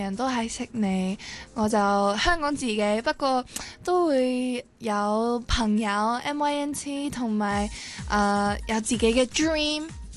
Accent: Australia; moved away; 系我澳洲长大

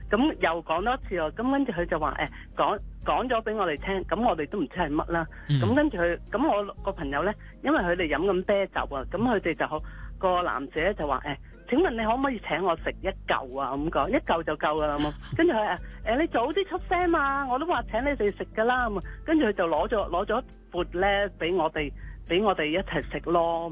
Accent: Hong Kong; 因为辣咧，始终我哋香港人食唔惯啊嘛。

